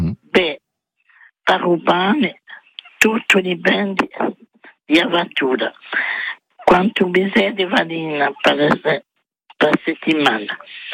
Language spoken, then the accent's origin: Italian; Pavia, Lombardy, Italy; born there; Ah no, sono nata in Pavia io.